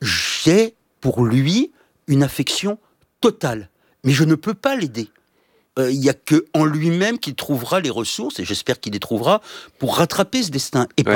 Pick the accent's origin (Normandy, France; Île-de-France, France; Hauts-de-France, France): Île-de-France, France; Paris; mais je suis parisien, et je n'ai jamais oublié que Rabiot l'était